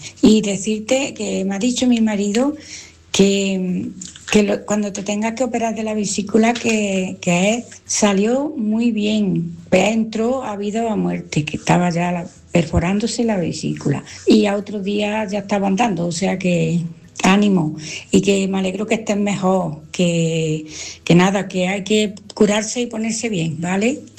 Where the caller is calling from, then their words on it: Jaén, Andalusia, Spain; Hola Manolo